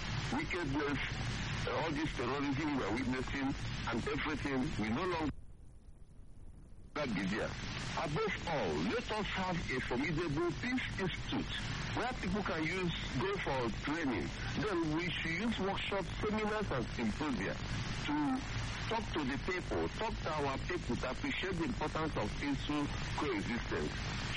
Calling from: Owerri, Imo, Nigeria; I'm calling from Owerri in Imo State.

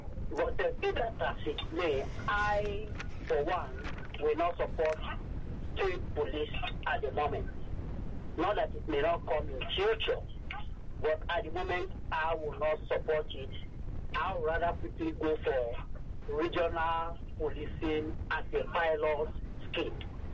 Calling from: Nigeria; I'm calling from Aparoja in Ikoti.

